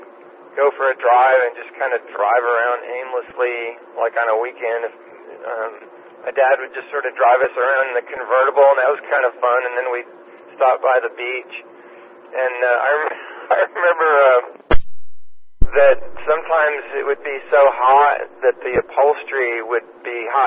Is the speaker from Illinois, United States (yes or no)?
yes; Chicago, Illinois, United States; now in Austin, United States; I grew up in the Chicago area